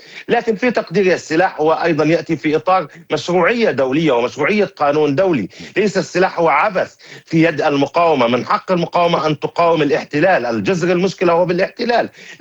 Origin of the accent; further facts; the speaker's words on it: Palestine; نحن كشعب فلسطيني حركة تحرر وطني،